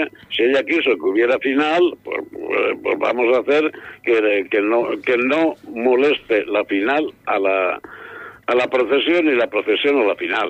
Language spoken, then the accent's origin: Spanish; Caudete, Castilla-La Mancha, Spain; born there; Porque yo nací en Caudete, y en Caudete queda muy lejos de Bilbao.